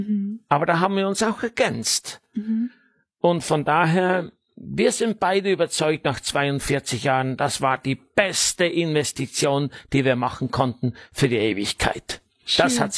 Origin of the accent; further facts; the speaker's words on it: Switzerland; moved away; also born or lived in South America; Ich bin der einzige Schweizer. Kein anderer in unserer Familie kann Schweizerdeutsch. Also ich bin der Ausländer in meiner Familie.